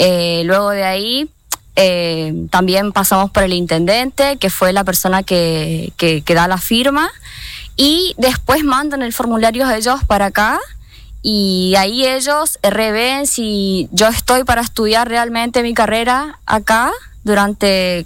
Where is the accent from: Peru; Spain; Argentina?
Argentina; Coronel Du Graty, Chaco; moved away as an adult; now in Resistencia, Argentina; Yo soy de la localidad de Coronel Dugrati